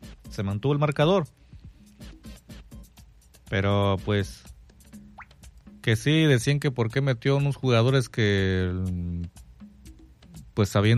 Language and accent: Spanish; Mexico; Se supone que somos mexicanos.